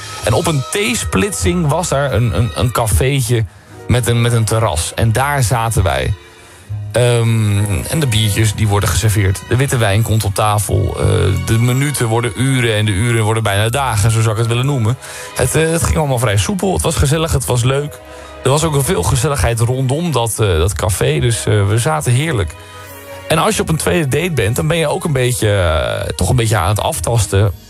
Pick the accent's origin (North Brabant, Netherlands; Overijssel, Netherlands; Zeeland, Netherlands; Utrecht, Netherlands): Utrecht, Netherlands; Zelf kom ik uit Utrecht.